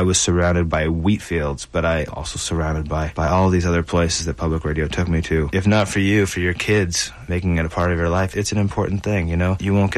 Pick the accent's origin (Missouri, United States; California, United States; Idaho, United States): Idaho, United States; Moscow; I am a musician from Moscow, Idaho. I grew up in a small rural area with not a lot of other ways to hear music or hear about the world.